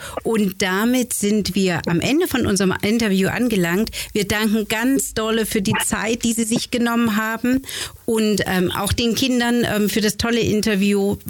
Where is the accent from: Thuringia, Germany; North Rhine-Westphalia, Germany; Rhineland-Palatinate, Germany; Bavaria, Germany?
Thuringia, Germany; Weimar; moved away; Ich komme aus Weimar ursprünglich. Das ist da quasi um die Ecke.